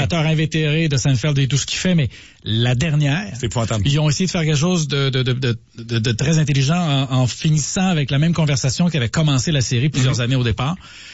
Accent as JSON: {"language": "French", "town": "Laval", "region": "Quebec", "country": "Canada", "said": "je viens pas d'Italie, je viens de Laval."}